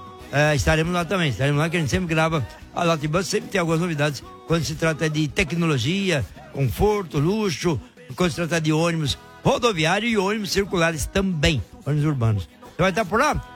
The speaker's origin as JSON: {"language": "Portuguese", "town": "Osasco", "region": "São Paulo", "country": "Brazil", "tie": "born or raised there", "said": "Osasco, cidade de Itália. É a minha terra natal."}